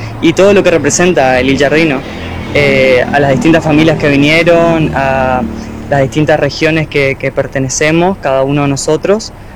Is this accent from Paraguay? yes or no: no; Córdoba, Argentina; born there; now in Oberá, Argentina; Yo nací en Córdoba.